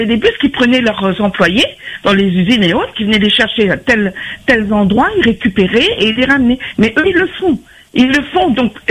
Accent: Mauritius; Et il y a une chose aussi, à l'île Maurice, je suis mauricienne.

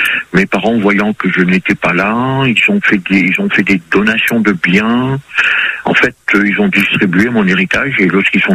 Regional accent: Réunion; born or raised there; now in France

